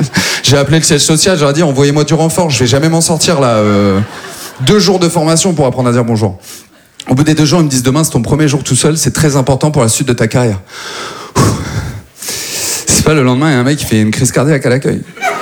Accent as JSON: {"language": "French", "town": "Maubeuge", "region": "Hauts-de-France", "country": "France", "lives_now": "Paris, France", "said": "Moi, à la base, en plus, je viens pas du tout de Paris. Moi, je viens de Maubeuge."}